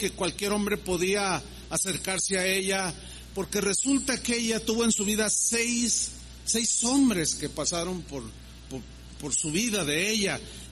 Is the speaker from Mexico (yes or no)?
yes; Mexico; Los mexicanos tenemos una cultura